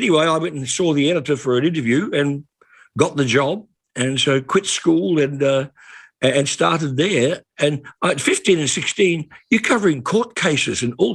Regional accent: New Zealand; moved away; I left school at 15 and got a job on a newspaper, the oldest daily newspaper in New Zealand called the Taranaki Herald.

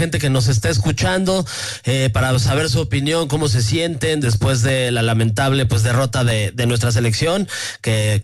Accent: Mexico; los mexicanos somos el país más chingón del mundo

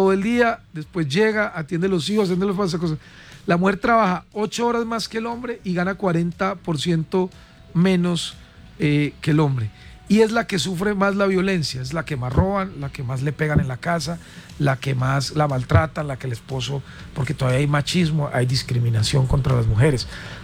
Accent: Caldas, Colombia; soy de Caldas y me la he luchado, he querido salir adelante con este esfuerzo de representar a mi departamento

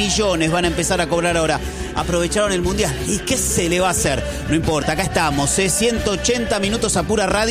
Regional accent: Argentina; Claro que somos argentinos

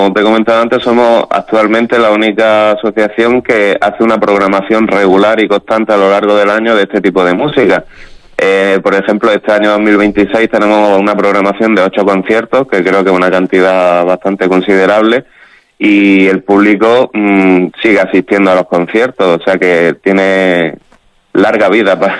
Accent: Almería, Andalusia, Spain; now in Melilla, Spain; Sí, yo no soy de Melilla, soy de Almería, llevo aquí en Melilla 11 años.

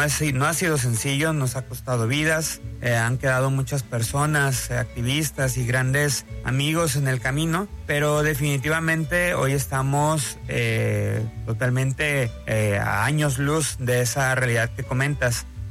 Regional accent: Mexico; somos mexicanos, mexicanas, mexicanes

